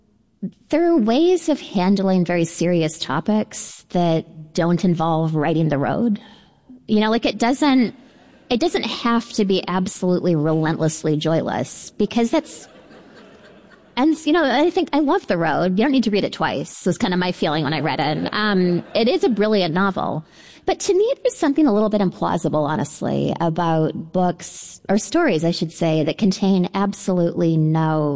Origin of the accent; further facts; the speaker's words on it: Canada; I feel I'm Canadian. I feel like I was politer about it.